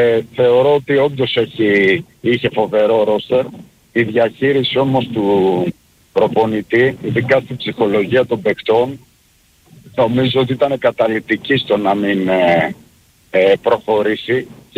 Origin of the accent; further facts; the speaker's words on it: Petroupoli, Attica, Greece; Είμαι από Πετρούπολη.